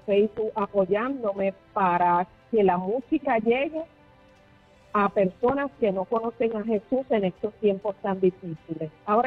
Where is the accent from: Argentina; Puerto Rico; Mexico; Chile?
Puerto Rico; Y estoy sumamente agradecida por estar en Puerto Rico, en mi país, después de varios años estar fuera.